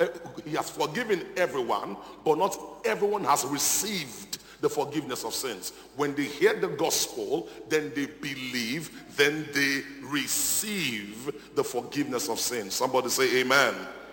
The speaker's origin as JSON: {"language": "English", "country": "Nigeria", "said": "My wife is an American. I am Nigerian."}